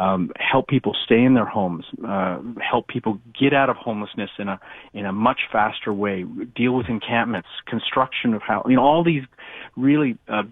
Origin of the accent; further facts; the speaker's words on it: Beaconsfield, Quebec, Canada; also born or lived in LaSalle / Verdun; I'm a West End kid. I'm from Beaconsfield via LaSalle and Verdun